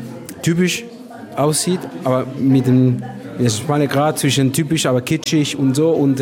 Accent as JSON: {"language": "German", "country": "Argentina", "said": "ich komme ursprünglich aus Argentinien."}